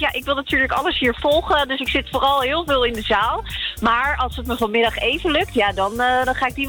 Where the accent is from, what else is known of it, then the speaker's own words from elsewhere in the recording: Netherlands; ik kom uit Nederland